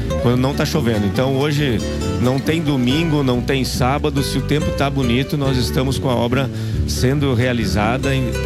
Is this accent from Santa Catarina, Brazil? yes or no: no; Rio Grande do Sul, Brazil; nós somos daqui, eu não digo de Lajado, nós somos do Vale do Taquari.